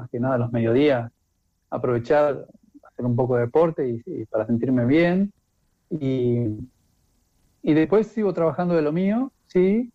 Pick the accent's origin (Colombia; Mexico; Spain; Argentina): Argentina; Trelew, Chubut; moved away as an adult; also born or lived in Buenos Aires; yo vengo de Buenos Aires, nací en Buenos Aires, y mi familia se trasladó a Trelew cuando yo tenía 7 u 8 años. Hice todo mi escuela primaria, secundario.